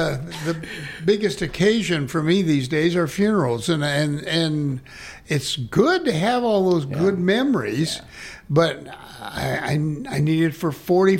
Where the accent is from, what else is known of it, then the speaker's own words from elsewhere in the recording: Knoxville, Tennessee, United States; of the Methodist Church in Knoxville, my hometown.